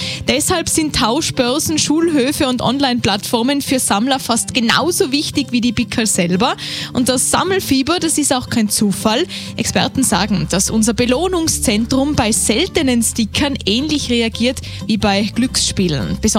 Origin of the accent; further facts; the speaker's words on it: Innsbruck, Tyrol, Austria; Ja, so heißt es bei uns in Innsbruck.